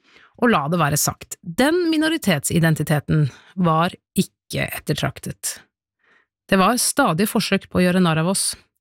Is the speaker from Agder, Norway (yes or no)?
no; Oslo, Norway; Jeg har vokst opp på Bekkelaget I Oslo. Mange tror at å vokse opp I hovedstaden betyr at man ikke har røtter, eller at man ikke kjenner naboene. Det ikke min erfaring. Jeg føler på mange måter at jeg har vokst opp på bygda, Bekkelagsbygda